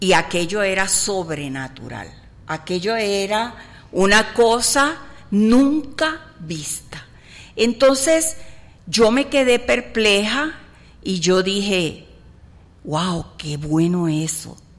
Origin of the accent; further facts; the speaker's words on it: Puerto Rico; moved away as an adult; now in Costa Rica; Los puertorriqueños somos estadounidenses también